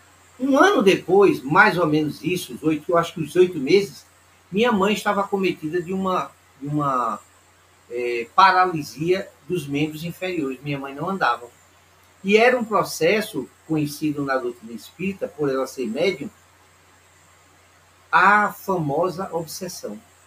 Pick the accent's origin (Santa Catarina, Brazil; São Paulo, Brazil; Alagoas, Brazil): Alagoas, Brazil; now in Recife, Brazil; Eu saí de Alagoas e viemos morar em Recife.